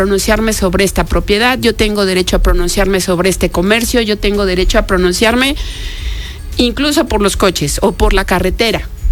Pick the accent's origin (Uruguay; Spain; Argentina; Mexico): Mexico; nuestro país, nuestro México